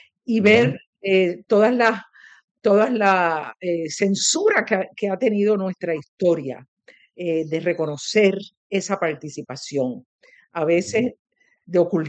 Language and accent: Spanish; Puerto Rico; mis padres, ¿verdad?, con la formación que me dieron como puertorriqueña.